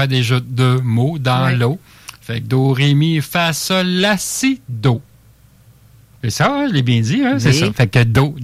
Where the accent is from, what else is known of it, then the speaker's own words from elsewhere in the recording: Quebec, Canada; chez nous, au Québec.